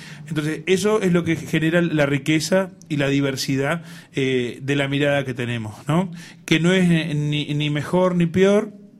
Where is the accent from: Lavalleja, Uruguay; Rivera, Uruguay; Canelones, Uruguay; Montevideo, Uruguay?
Rivera, Uruguay; en la frontera norte, donde vengo yo, de la Ribera